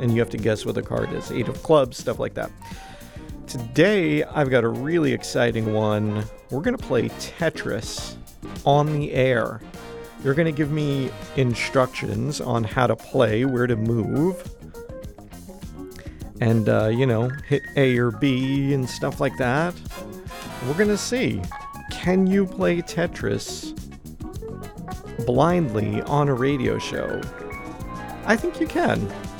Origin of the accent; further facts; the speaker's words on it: Staten Island, New York, United States; we used to have this public access show growing up, when I was growing up on Staten Island